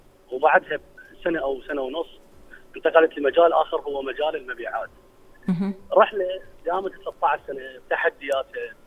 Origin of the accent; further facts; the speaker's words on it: Iraq; احنا عراقيين